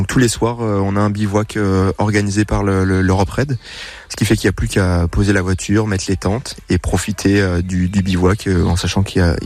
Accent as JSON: {"language": "French", "region": "Centre-Val de Loire", "country": "France", "said": "D'Artagnan-sur-Indre."}